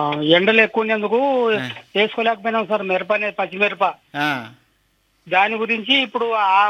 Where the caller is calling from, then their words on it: Kurnool district, Andhra Pradesh, India; మాది కర్నూలు జిల్లా వెల్దుర్తిమండలం రామలకొండ సార్.